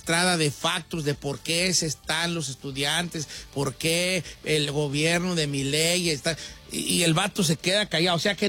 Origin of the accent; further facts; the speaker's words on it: Mexico; Pero somos mexicanos, nosotros, ¿vale?